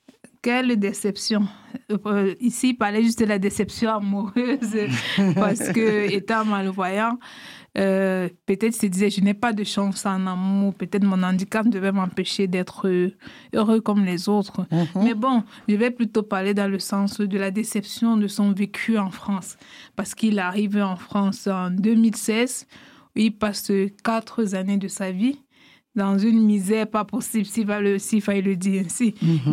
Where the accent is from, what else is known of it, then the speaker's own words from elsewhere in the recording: Cameroon; Mais comme on dit toujours chez nous au Cameroun, c'est quand tu meurs que tu perds espoir.